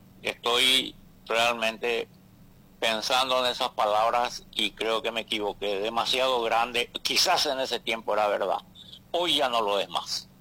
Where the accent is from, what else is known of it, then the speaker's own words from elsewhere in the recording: Paraguay; yo soy paraguayo y muy paraguayo, trabajé en la Argentina un tiempo y me volví al Paraguay porque quería volver al Paraguay.